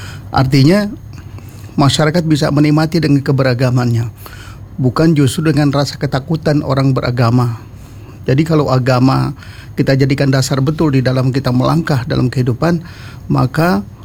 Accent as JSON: {"language": "Indonesian", "region": "Jakarta", "country": "Indonesia", "tie": "born or raised there", "moved": "as an adult", "lives_now": "Bogor, Indonesia", "said": "saya asli Jakarta"}